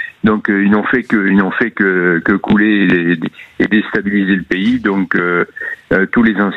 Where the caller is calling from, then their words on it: Toulouse, Occitanie, France; Donc j'appelle de Toulouse